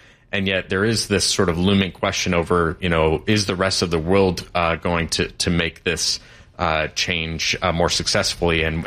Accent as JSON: {"language": "English", "region": "Michigan", "country": "United States", "tie": "born or raised there", "also_born_or_lived": "London", "moved": "as an adult", "said": "I grew up in Michigan."}